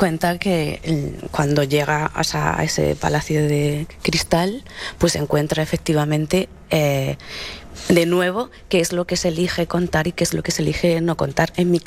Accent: Spain; Yo sí me considero española y me considero filipina.

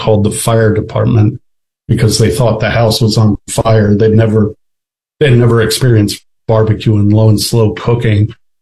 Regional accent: Dallas, Texas, United States; born there; also born or lived in Kansas City / Wisconsin; now in Memphis, United States; I was born in Dallas, actually lived in Kansas City for a couple of years, and am now in Memphis.

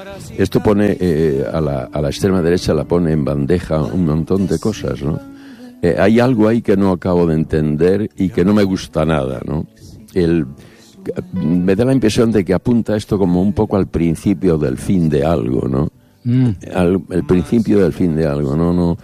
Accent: Chinchón, Community of Madrid, Spain; yo soy de Chinchón, o sea, un pueblo muy cerca del mío

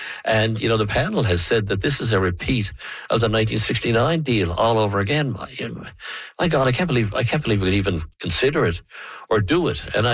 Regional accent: Newfoundland and Labrador, Canada; this was really important to me as a Newfoundlander and a Labradorian.

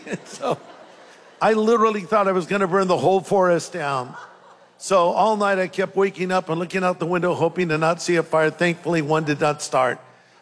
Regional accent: California, United States; Well, listen, I'm from California, okay? So I said, honestly, I hate to admit this. I don't know how to build a fire.

